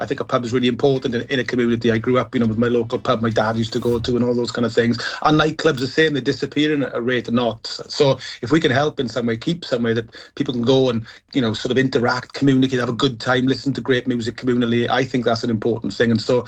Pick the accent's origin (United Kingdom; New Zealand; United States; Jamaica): United Kingdom; Merthyr Tydfil, Wales; now in Nottingham, United Kingdom; I'm from South Wales. I'm from Merthyr Tydfil, as you can tell by the accent.